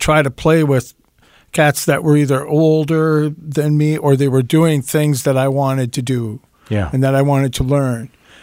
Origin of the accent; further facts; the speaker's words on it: Eveleth, Minnesota, United States; I was from Eveleth.